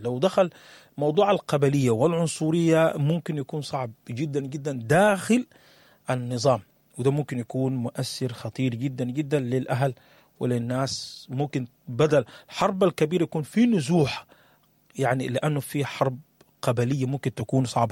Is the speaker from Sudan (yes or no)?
yes; Sudan; لأن احنا بنعرف كسودانيين شنو لما يخش الموضوع قبيلتي وقبيلتك وكلام كثير